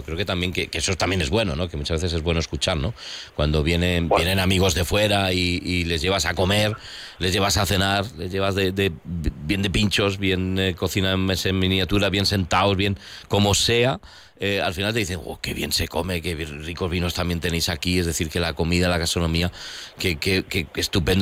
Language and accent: Spanish; Valladolid, Castile and León, Spain